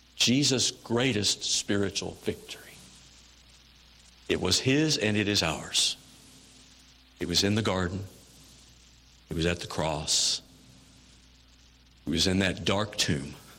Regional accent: Missouri, United States; You know, the Battle of Wilson's Creek is much remembered in my hometown.

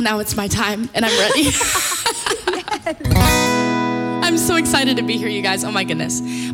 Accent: Richmond, Virginia, United States; I'm from Richmond, Virginia. And I grew up doing musical theater

